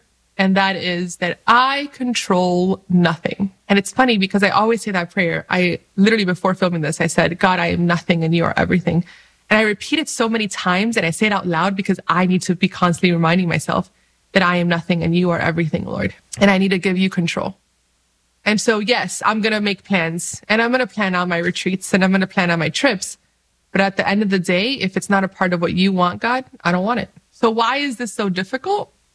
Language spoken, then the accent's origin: English; Dominican Republic; I'm Dominican from the Dominican Republic, but I'm also Arabic. And my grandfather was raised in Bethlehem, you know, where Jesus was born.